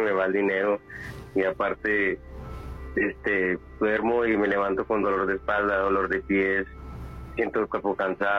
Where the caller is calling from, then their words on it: Corona, California, United States; De acá, de Corona.